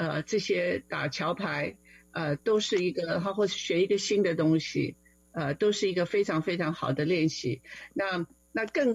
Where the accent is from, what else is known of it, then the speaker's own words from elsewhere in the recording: Fujian, China; 我们是福建人